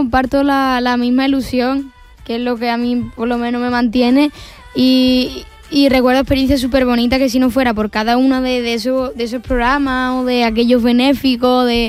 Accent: Seville, Andalusia, Spain; que tuve la oportunidad de compartirlo en mi tierra, en Sevilla

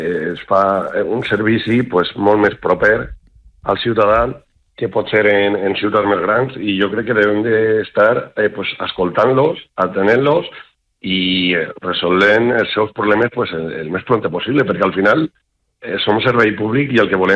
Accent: Castalla, Valencian Community, Spain; m'agrada viure en el meu poble, que per a mi és el millor poble del món

